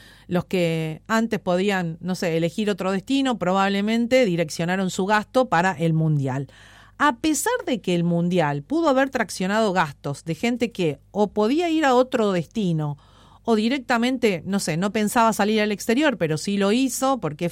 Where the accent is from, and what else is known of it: Argentina